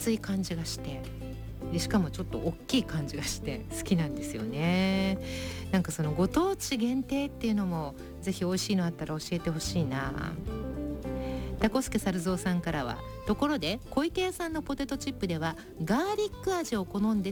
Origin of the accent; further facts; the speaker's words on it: Hamamatsu, Shizuoka, Japan; 私のふるさと浜松にはね